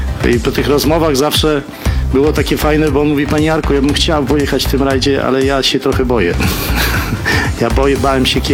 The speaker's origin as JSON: {"language": "Polish", "town": "Białystok", "region": "Podlaskie Voivodeship", "country": "Poland", "said": "Białystok Podlaskie, jestem stąd"}